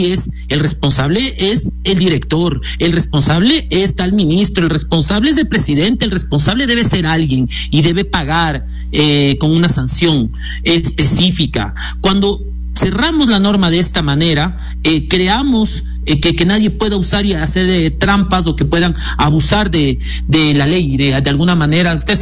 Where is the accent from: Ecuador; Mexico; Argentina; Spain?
Ecuador; nosotros como ecuatorianos